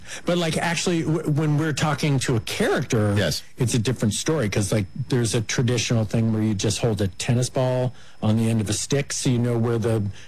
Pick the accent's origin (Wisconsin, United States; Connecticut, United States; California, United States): California, United States; Oakland; born there; I was born in Oakland. My A's have done it too, so it's tough to take, but they're still my team.